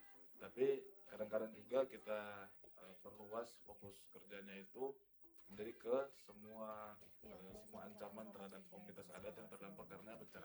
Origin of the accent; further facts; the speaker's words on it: North Sulawesi, Indonesia; Itu karena sebagai dari identitas kita sebagai orang Minahasa, sehingga kenapa kita harus malu dengan identitas kita sendiri.